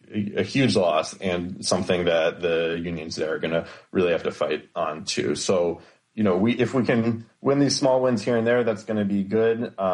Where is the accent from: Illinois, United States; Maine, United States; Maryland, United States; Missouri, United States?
Maryland, United States; I grew up in Maryland. And in Maryland, the kind of like classic get-to-know-you question is, what high school did you go